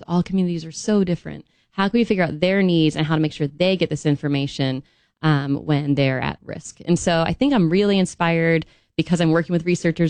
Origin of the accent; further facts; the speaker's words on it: Baltimore, Maryland, United States; moved away as an adult; also born or lived in Mississippi / Tallahassee, Florida; now in East Tennessee, United States; No, I'm from Baltimore. So if you're from the North, you call me Southern. If you're from the South, you call me Northern.